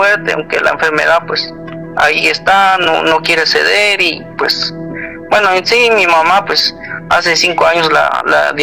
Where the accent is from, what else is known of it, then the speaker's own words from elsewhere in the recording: Guatemala; now in United States; Sí, yo soy de Guatemala, ella allá en el pueblo.